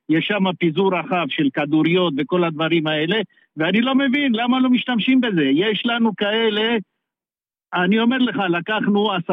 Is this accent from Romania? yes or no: yes; Romania; now in Israel; כשאני עליתי מרומניה, אני נחשב לישראל השלישית